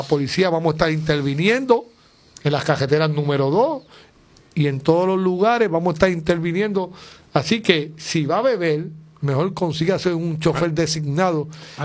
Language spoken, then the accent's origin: Spanish; Arecibo, Puerto Rico; Yo soy natural, nacido y criado en Arecibo.